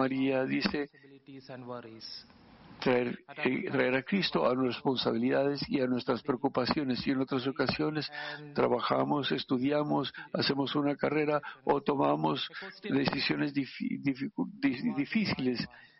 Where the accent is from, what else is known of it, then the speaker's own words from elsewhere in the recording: India; Spanish is a second language; como yo, que vengo de la India